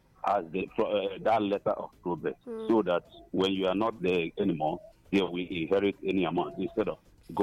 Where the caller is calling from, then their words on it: Enugu, Enugu State, Nigeria; I'm calling from Enugu.